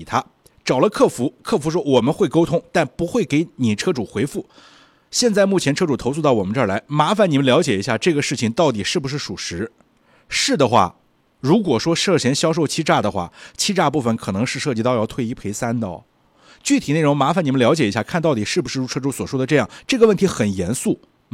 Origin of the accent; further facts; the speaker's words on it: Xinjiang, China; 你也是咱们这个新疆人嘛，打到我家乡的媒体